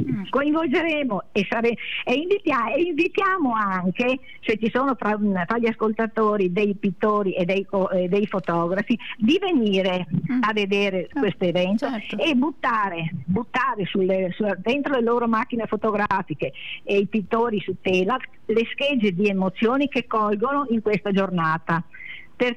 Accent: Este, Veneto, Italy; Mi fermo un attimo perché io sono di Este.

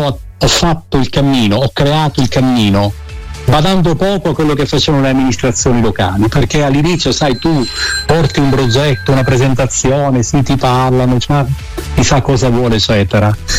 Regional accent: Sicily, Italy; la mia terra, quella martoriata, la Sicilia di mezzo, quella poco conosciuta, poco sfruttata

